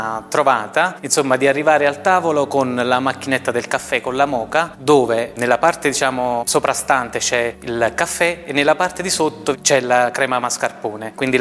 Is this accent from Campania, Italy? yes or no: yes; Taurasi, Campania, Italy; Taurasi è il mio paese di origine, è il paese a cui sono molto legato, è un paese che vorrei che risuonasse così come il nome fa.